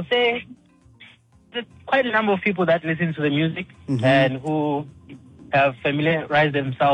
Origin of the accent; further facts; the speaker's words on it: Benoni, Gauteng, South Africa; I'm from Benoni, Davidson.